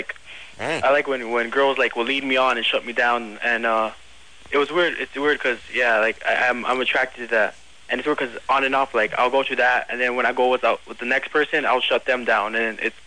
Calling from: Los Angeles, California, United States

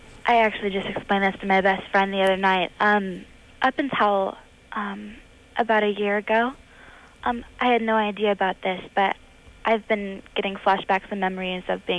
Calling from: Kansas, United States

